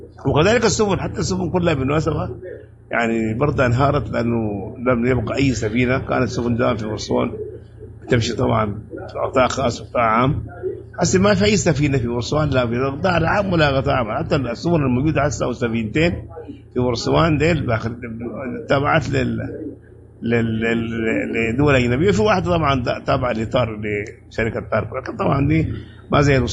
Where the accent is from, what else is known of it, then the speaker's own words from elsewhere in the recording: Sudan; احنا هسه عندنا في السودان بعد سنه 2023 اللي هو بعد ما عدنا علاقاتنا